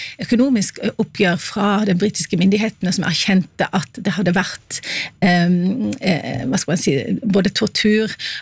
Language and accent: Norwegian; Oslo, Norway; Jeg kan også si at jeg er en Oslo-jente på tross av dialekten min.